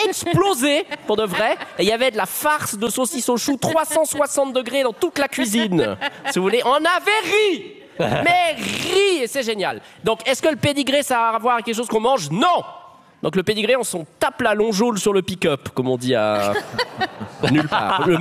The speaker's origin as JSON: {"language": "French", "region": "Geneva", "country": "Switzerland", "tie": "born or raised there", "said": "moi, j'ai grandi, même si j'ai grandi à Genève, mes deux parents sont vaudois, donc j'ai été élevé dans un foyer vaudois."}